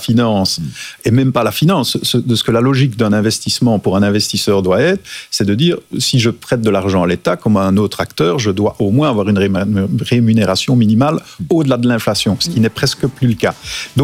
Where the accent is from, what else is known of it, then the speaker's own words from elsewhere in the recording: Belgium; moi je suis belge, je ne suis pas espagnol, mais j'écoute les Espagnols quand j'étais là-bas